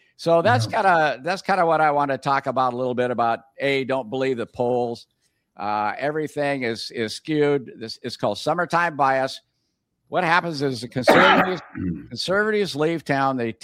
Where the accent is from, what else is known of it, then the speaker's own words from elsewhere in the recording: Washington, United States; like I came from Washington State, you never answered a poll that came from the state, because then it puts a big target in your back.